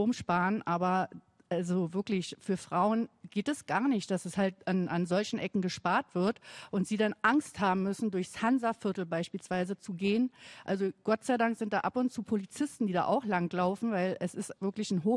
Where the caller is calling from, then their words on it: Berlin, Germany; Ich bin Westberlinerin, ich komme aus Westberlin